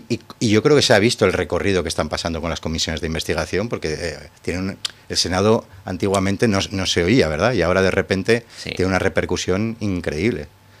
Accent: Aragon, Spain; Entonces, cuando salen estos casos de corrupción como el de Forestalia, que afean mi tierra, que nos duele profundamente

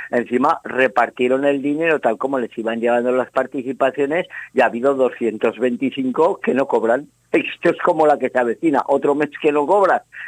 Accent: Aragon, Spain; como tenemos en Aragón, en nuestra comunidad autónoma

